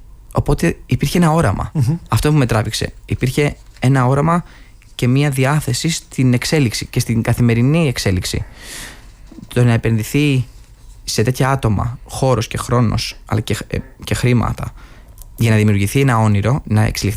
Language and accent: Greek; Greece; Ένας Έλληνας, οι περισσότεροι κυρίως Έλληνες, είμαστε πολύ φιλικοί, πολύ φιλότιμοι.